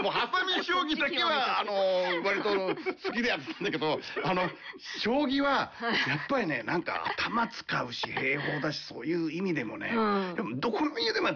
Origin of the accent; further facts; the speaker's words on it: Iwakuni, Yamaguchi, Japan; 困った時助けるのが俺の役目よちょっとこうね、江戸っ子じゃないけど岩国っ子も意地があるんじゃないですか。